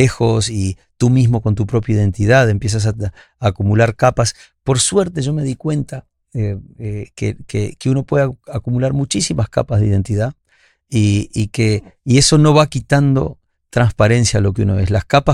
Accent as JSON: {"language": "Spanish", "country": "Uruguay", "moved": "yes", "lives_now": "Madrid, Spain", "said": "Amo Madrid, me siento súper madrileño. He dado tres madrileños a las cifras demográficas de Madrid y a la vez mis tres madrileños también son súper uruguayos también y van conmigo todos los años a Uruguay."}